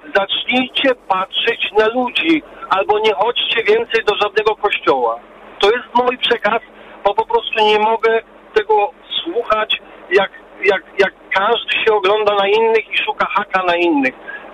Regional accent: Germany; now in Skierniewice, Poland; Ja osobiście bez mojej woli wychowałem się w Niemczech. Będąc w Niemczech w czasach szkolnych, zawsze broniłem Polaków

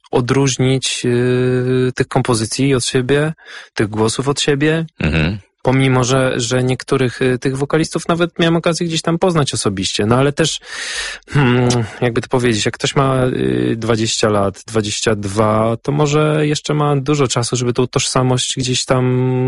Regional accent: Skierniewice, Łódź Voivodeship, Poland; born there; urodziłem się w Skierniewicach i po prostu to wystarczy. Nie muszę się urodzić w Warszawie, żeby robić karierę.

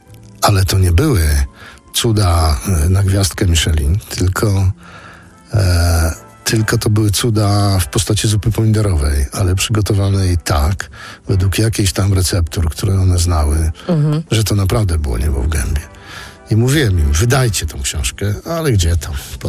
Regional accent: Świętokrzyskie Voivodeship, Poland; Ja jestem z Kieleckiego, tam kultura kulinarna jest tam 10 dań i tyle.

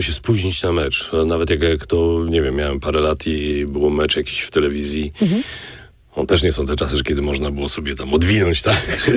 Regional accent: Warsaw, Masovian Voivodeship, Poland; Ja wychowywałem się na Targówku przez parę lat jeszcze nie było boisk, więc graliśmy gdzie tylkokolwiek się dało, dopóki było widać piłkę.

